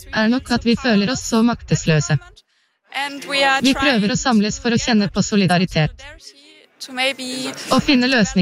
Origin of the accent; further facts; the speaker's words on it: Saxony-Anhalt, Germany; now in Berlin, Germany; Jeg født og oppvokst i Sachsen-Anhalt. Deler av familien bor der fortsatt.